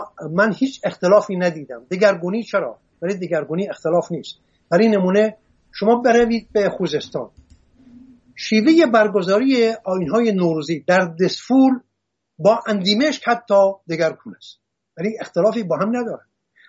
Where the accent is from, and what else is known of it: Iran; first language Assyrian Neo-Aramaic; Persian is a second language; now in Australia